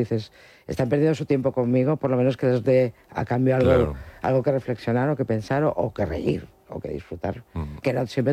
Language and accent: Spanish; Spain; Los Domingos la entiendo perfectamente porque está en nuestra forma de ser como españoles.